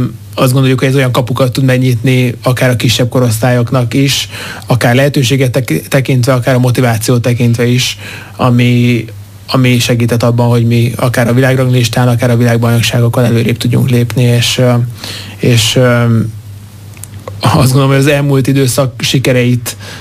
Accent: Hungary

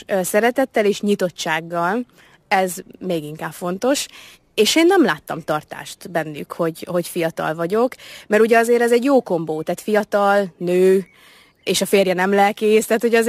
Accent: Szabolcs-Szatmár-Bereg, Hungary; moved away as an adult; now in Borsod-Abaúj-Zemplén, Hungary; én szabolcsi gyerek vagyok, tehát Borsodba jönni nekem érdekes volt

